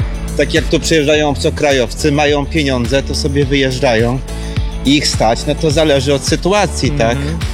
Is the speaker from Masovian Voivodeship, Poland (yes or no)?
yes; Warsaw, Masovian Voivodeship, Poland; Ale mi się wydaje, że jestem patriotą z Warszawy, syrenkę warszawską noszę